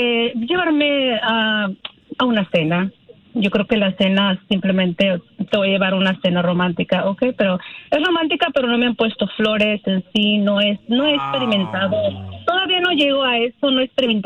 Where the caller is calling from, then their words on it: Jalisco, Mexico; yo soy de Jalisco.